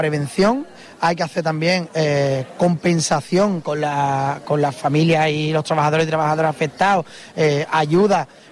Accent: Andalusia, Spain

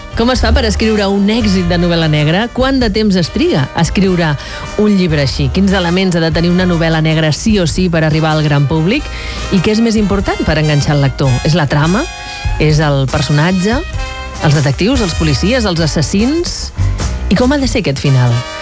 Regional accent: Catalonia, Spain; No siguis modest, que no es noti que som catalans avui.

